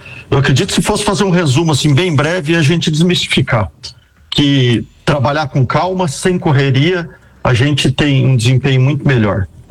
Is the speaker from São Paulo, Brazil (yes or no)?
no; São Joaquim, Santa Catarina, Brazil; born there; moved away; also born or lived in Mato Grosso / Paraná; neto de pecuarista, e sou vizinho de vocês aí, sou natural de São Joaquim.